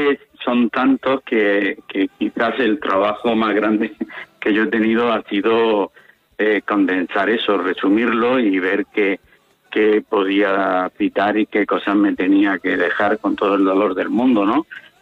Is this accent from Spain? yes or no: yes; Cartagena, Region of Murcia, Spain; yo soy campo cartagenero